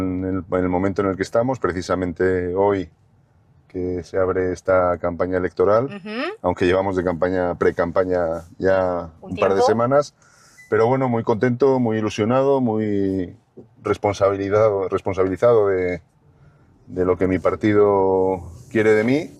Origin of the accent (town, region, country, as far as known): León, Castile and León, Spain; born there; also born or lived in Mexico / Villasimpliz de Gordón